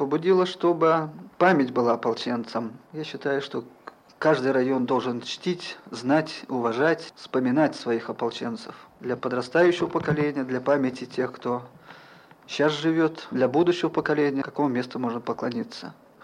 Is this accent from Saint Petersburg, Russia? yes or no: yes; Saint Petersburg, Russia; Как сам ленинградец